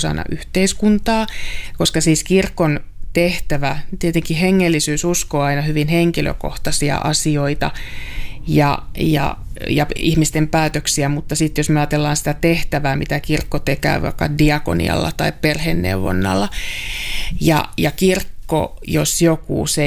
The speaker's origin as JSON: {"language": "Finnish", "region": "North Ostrobothnia", "country": "Finland"}